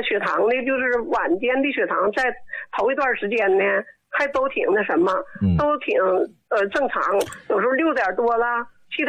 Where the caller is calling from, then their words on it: Shenyang, Liaoning, China; 我家是沈阳的。